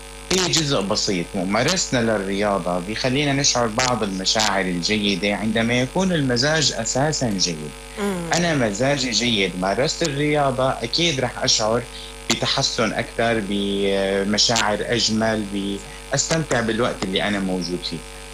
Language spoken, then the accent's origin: Arabic; Syria